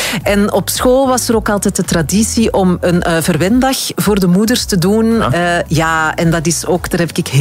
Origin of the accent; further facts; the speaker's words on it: Antwerp, Flanders, Belgium; now in Limburg, Belgium; Ik ben van Antwerpen, dus ik doe twee keer moederdag.